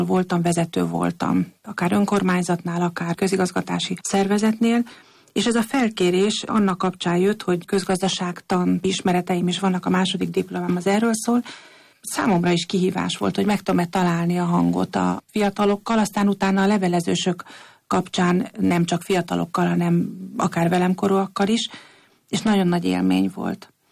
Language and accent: Hungarian; Esztergom, Komárom-Esztergom, Hungary; mi esztergomiként láttuk azt, hogy mekkora küzdelem is volt.